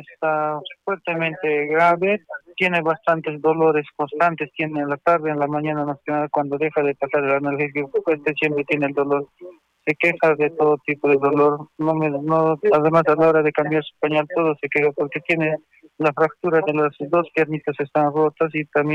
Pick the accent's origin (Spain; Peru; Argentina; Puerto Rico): Peru; Cusco; Porque como nosotros somos de Cusco, me dice, ¿qué voy a hacer en Cusco solo?